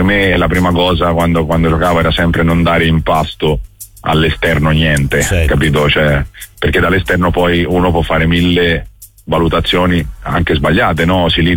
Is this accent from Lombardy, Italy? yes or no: no; Florence, Tuscany, Italy; noi come fiorentini tutti